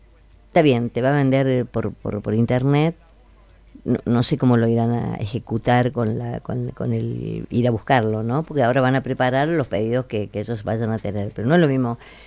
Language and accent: Spanish; Argentina